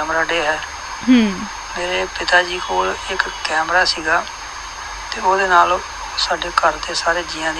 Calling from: Amritsar, Punjab, India

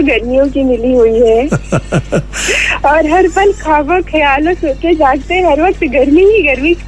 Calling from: Gonda, Uttar Pradesh, India; मैं तो गोंडा में रहती हूँ।

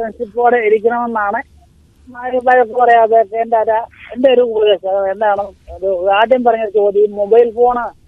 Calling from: Krishnapuram, Kerala, India; ഞാൻ ആലപ്പുഴ … കൃഷ്ണപുരത്ത് നിന്നാണ് വിളിക്കുന്നത്.

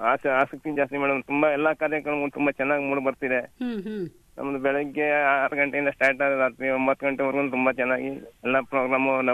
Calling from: Tiptur, Karnataka, India; Tiptur, Manjunath Nagar

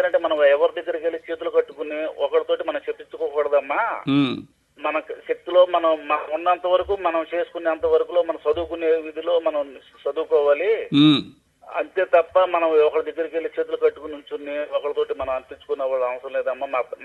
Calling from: Machilipatnam, Andhra Pradesh, India; నేను కృష్ణా జిల్లా మచిలీపట్నం నుంచి … మాట్లాడుతున్నానండి.

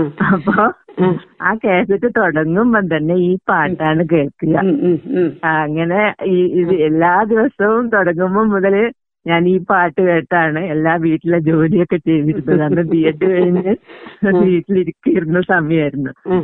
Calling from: Kannur, Kerala, India; ഞാനിവിടെ കണ്ണൂര് ചെട്ടിപ്പീടിക എന്ന് പറഞ്ഞ സ്ഥലത്താണ്.

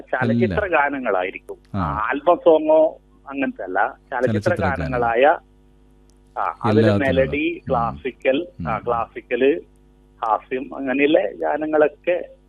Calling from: Kooveri, Kerala, India; കൂവേരി വില്ലേജിലാണ് എന്റെ സ്ഥലം

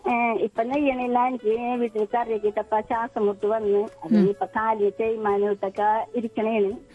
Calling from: Kedamangalam, Kerala, India

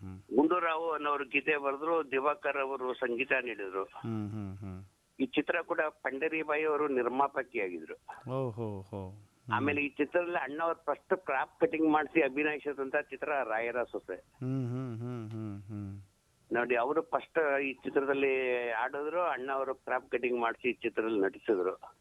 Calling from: Heggadadevankote, Karnataka, India; ನಮ್ಮ ಇಡೀ ತಾಲೂಕಿಗೆ ಒಂದು ಅಭಿಮಾನ ಆಯ್ತು. HD Kote ತಾಲೂಕು ಅಂತಂದ್ರೆ ನಮ್ಗೊಂದು ಹೆಮ್ಮೆ.

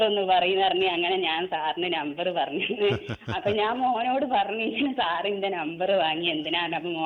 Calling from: Kerala, India; Kuttikkattoor പൈങ്ങോട്ടപ്പുറാണ്.

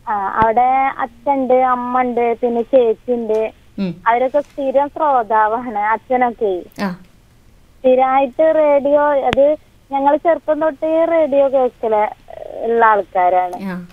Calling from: Vandoor, Kerala, India; ആ ഇത് വണ്ടൂര് നടുവത്ത്, മലപ്പുറം ജില്ലയില്.

